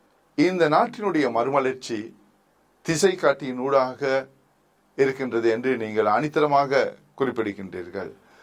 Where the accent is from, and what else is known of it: Sri Lanka